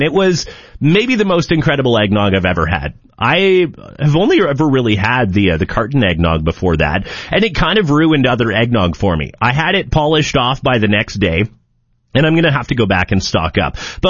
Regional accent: Langham, Saskatchewan, Canada; when I was a teenager, growing up in Langham

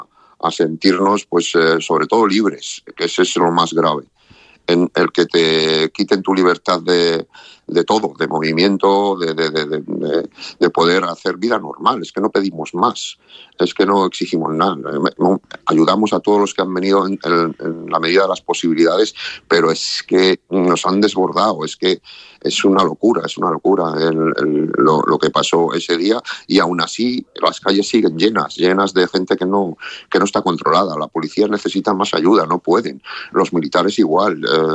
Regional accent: Ceuta, Spain; y nos lo estamos comiendo los ceutíes y no nos lo merecemos. Nosotros somos tan españoles como cualquiera en la península.

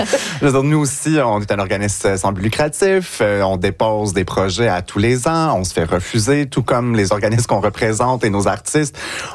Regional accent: Gatineau, Quebec, Canada; je viens proche d'Ottawa.

